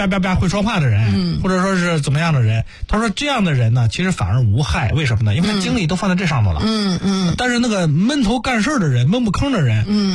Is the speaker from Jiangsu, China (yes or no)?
yes; Xuzhou, Jiangsu, China; 我也是徐州这样土生土长了五十年、在铁路。